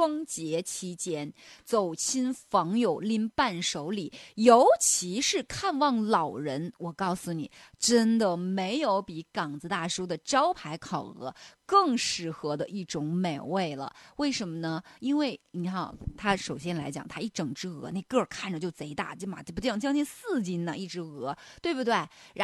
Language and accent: Chinese; Heilongjiang, China; moved away; 我老家不是黑龙江吗？我那时候是每年过年的时候会回家一次，就是因为我爸我妈还在那边